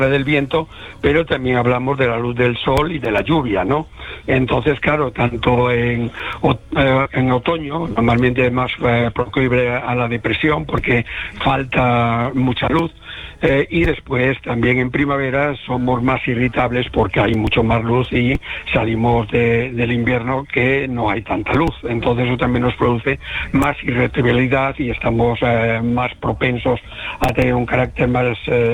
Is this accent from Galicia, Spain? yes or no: yes; Galicia, Spain; Como buen gallego voy allí.